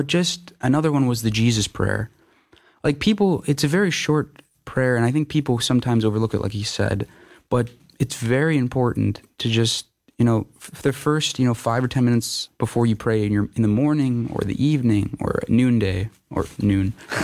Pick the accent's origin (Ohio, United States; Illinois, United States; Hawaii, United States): Ohio, United States; Cleveland; moved away; I'm from Ohio, Cleveland.